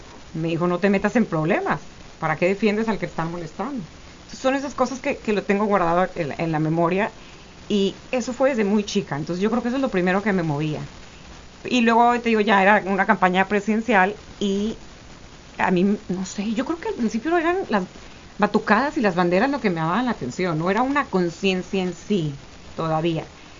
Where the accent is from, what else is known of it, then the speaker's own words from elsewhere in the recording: Tamaulipas, Mexico; moved away as an adult; also born or lived in Monterrey; tengo tantos años, soy de Tamaulipas